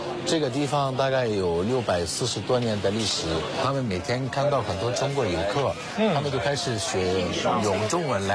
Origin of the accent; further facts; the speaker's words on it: Egypt; Chinese is a second language; 欢迎大家来埃及。这里是我们埃及著名的金字塔